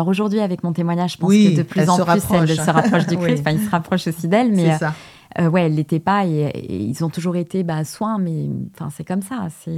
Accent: Portugal; Parce que je suis portugaise.

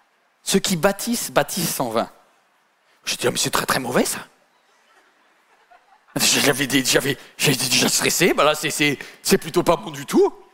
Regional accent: Paris, Île-de-France, France; Moi, je viens de Paris, moi, j'ai laissé l'église, il y avait déjà Denise qui était là et tout ça.

